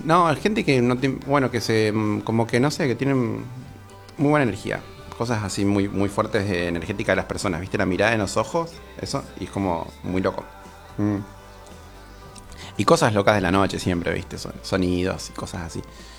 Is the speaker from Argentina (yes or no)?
yes; Catamarca, Argentina; moved away as an adult; yo soy de Catamarca, sí. Buitre guitarrista también, ambos dos somos catamarqueños. Y acá estamos hace 9 años, ponele.